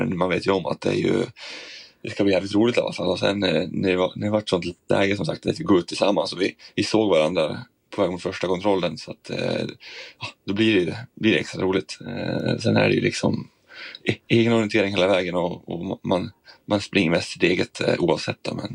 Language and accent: Swedish; Borlänge, Dalarna County, Sweden; Hösten brukar vara fin hemma i Dalarna, så jag hoppas på en fin höst och mycket sol så att man kan njuta lite av vädret också.